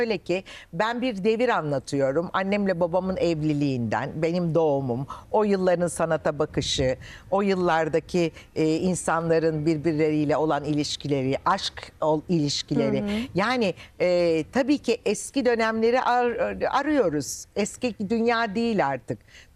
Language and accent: Turkish; Istanbul, Turkey; ben Büyükadalıyım. Büyükada'daki anılarım var. Sanatçılarla anılarım var. Kendi İstanbulluyum doğma büyüme.